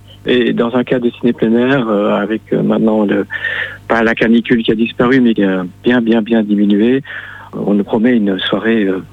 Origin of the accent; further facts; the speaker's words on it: Wallonia, Belgium; Eh bien, je suis belge moi-même. Je suis de la région liégeoise.